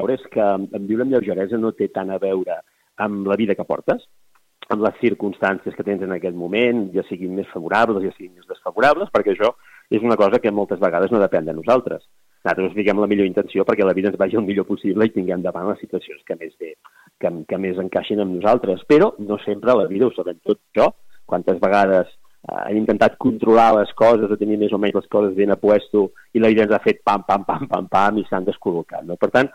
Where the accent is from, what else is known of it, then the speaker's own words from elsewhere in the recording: Vic, Catalonia, Spain; jo sóc de Vic i tinc un centre aquí a Vic